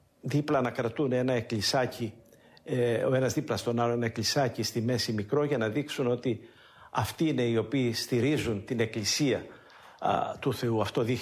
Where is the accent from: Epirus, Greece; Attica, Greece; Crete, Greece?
Crete, Greece; όπως το λένε στο χωριό μου στην Κρήτη